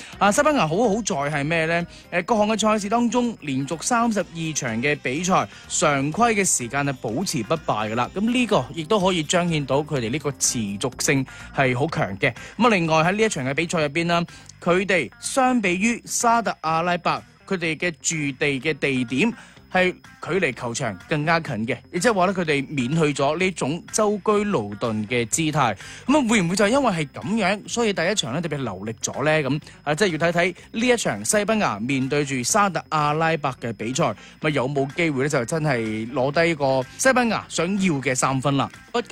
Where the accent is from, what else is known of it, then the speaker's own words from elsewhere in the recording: Guangdong, China; 我哋广东人讲咧 hea 打